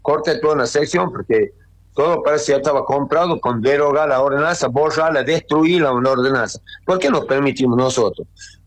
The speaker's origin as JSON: {"language": "Spanish", "region": "Córdoba", "country": "Argentina", "said": "que yo soy municipal, más cordobés que la mona, ¿no?"}